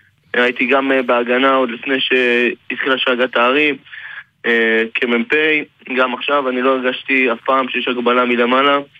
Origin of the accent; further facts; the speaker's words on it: Beersheba, Southern District, Israel; now in Tel Aviv, Israel; במקום באר שבע, עכשיו בתל אביב.